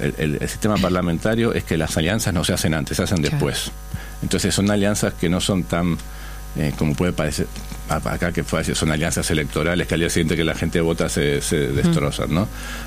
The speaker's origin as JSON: {"language": "Spanish", "country": "Argentina"}